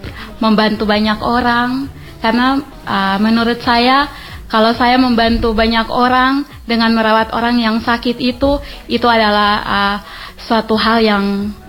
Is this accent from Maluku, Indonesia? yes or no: no; Alor, East Nusa Tenggara, Indonesia; moved away as an adult; now in Kupang, Indonesia; Saya aslinya dari Alor.